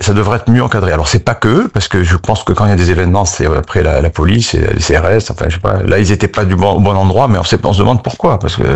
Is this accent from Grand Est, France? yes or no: no; Nice, Provence-Alpes-Côte d'Azur, France; on est niçois, mais on souffre, on n'est pas à Paris.